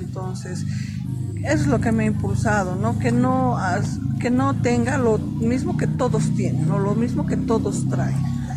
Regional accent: Potosí, Bolivia; moved away; somos varias que somos de Potosí

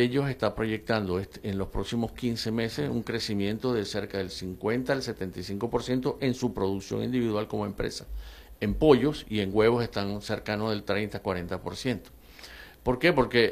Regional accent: Venezuela

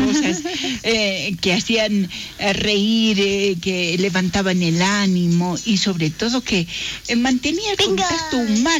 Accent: Bolivia

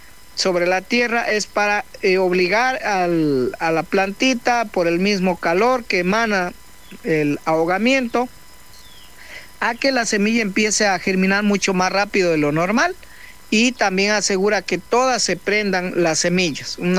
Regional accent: Ecuador; fíjense cómo somos los ecuatorianos.

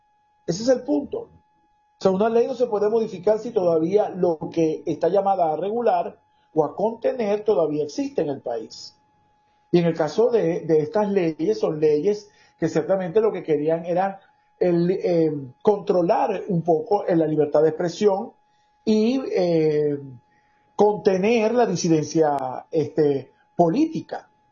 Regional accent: Venezuela; nosotros como venezolanos

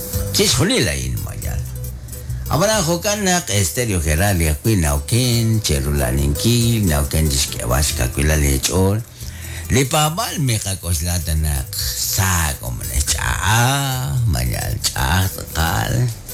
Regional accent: Guatemala; Para nosotros como guatemaltecos es el mes patrio.

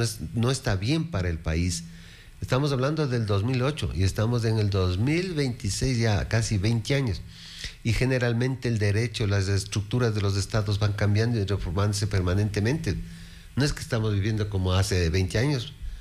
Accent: Ecuador; Todos somos del Ecuador

